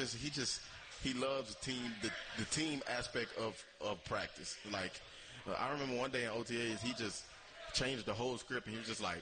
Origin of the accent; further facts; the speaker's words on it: Louisiana, United States; I'm from Louisiana.